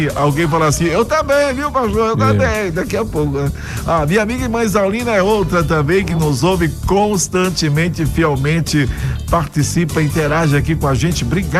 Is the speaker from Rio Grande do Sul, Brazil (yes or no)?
no; Itajuípe, Bahia, Brazil; Eu sou lá da Bahia. É o meu caso, eu sou mesmo, viu? Mas de que cidade da Bahia? Eu sou de Itajuípe.